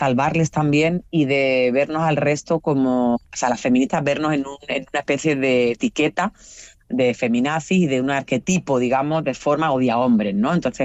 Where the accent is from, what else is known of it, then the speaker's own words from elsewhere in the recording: Andalusia, Spain; si yo soy blanca, pero yo soy andaluza, no soy catalana, ni soy vasca.